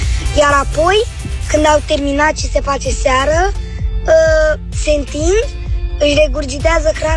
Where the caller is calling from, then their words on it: Bucharest, Romania; din București